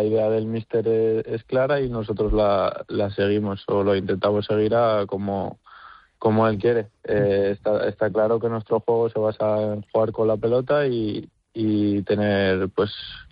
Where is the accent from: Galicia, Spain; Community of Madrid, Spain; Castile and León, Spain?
Castile and León, Spain; Soria; soy de Soria y nací en Soria, jugué toda la vida en el Numancia.